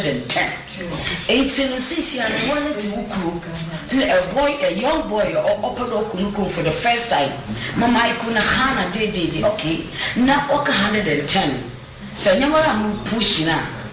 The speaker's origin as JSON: {"language": "English", "country": "Ghana", "said": "I find it so much expensive as a Ghanaian."}